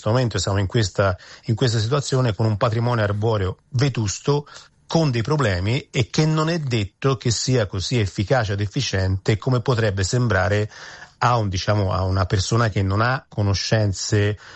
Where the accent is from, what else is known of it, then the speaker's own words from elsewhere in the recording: Florence, Tuscany, Italy; io appunto sono di Firenze